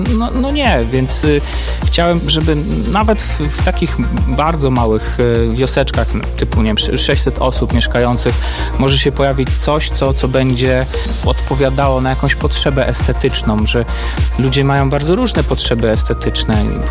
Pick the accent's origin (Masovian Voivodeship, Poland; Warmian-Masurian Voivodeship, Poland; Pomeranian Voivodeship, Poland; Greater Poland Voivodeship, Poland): Greater Poland Voivodeship, Poland; Konin; No, jestem z Konina.